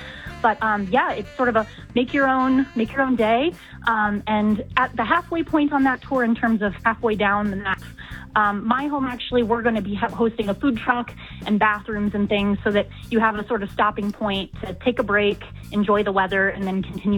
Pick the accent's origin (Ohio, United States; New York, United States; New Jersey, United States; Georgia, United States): Ohio, United States; Columbus; born or raised there; also born or lived in Baltimore / San Francisco / Cincinnati / Chicago; now in Detroit, United States